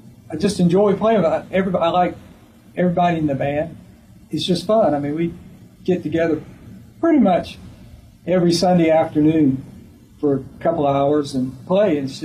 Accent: Warrington, North Carolina, United States; also born or lived in Hillsboro; Worked in my hometown of Warrington for a while. Mm-hmm. Then moved to Hillsboro.

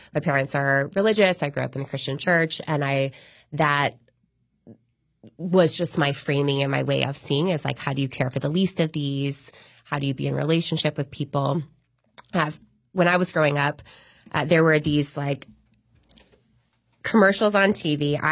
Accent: Raleigh, North Carolina, United States; and my mom lived in North Raleigh, and my dad lived in South Raleigh and Southeast Raleigh when I was really little.

